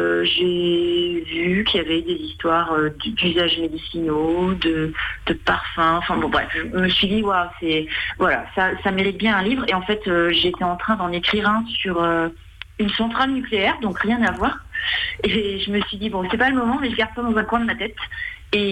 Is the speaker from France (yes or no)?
yes; Nantes, Pays de la Loire, France; moi je suis nantaise